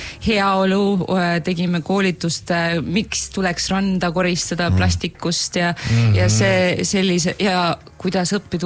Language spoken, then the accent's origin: Estonian; Tallinn, Harju County, Estonia; now in Miami, United States; ma olen Meriväljalt merineitsina